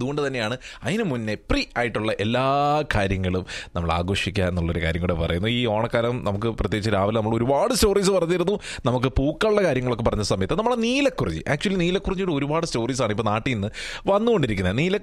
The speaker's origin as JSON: {"language": "Malayalam", "region": "Kerala", "country": "India", "said": "ഞങ്ങളുടെ നാട്ടിൽ ഈ ആലപ്പുഴയിലും അതുപോലെ തന്നെ കോട്ടയത്തും"}